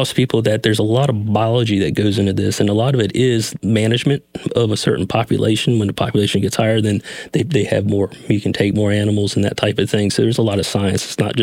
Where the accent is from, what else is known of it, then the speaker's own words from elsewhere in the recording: the South, United States; so it's about kind of some things from my childhood growing up in the South and that type of thing.